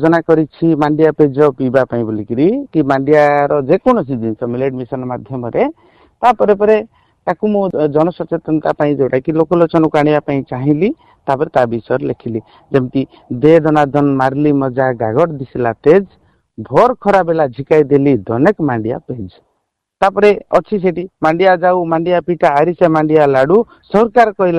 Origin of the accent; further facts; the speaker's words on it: Odisha, India; accent: Koraputia; କିନ୍ତୁ ଯେତେବେଳେ ଦେଖିଲି ଯେ ଆମର କୋରାପୁଟିଆ ଭାଷା ପ୍ରତି ଅନ୍ୟମାନଙ୍କର ବିମୁଖତା ମୋତେ ଟିକେ ବାଧିଥିଲା